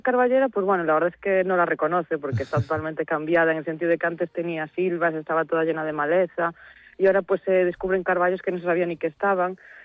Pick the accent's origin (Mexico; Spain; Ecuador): Spain; Outeiro de Rei, Galicia; yo soy de Utero de Rey